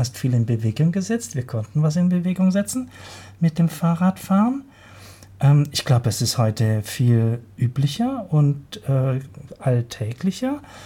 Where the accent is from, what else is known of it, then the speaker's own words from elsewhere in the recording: Germany; Ich bin Deutscher, aber mit Liberté, Égalité, Fraternité.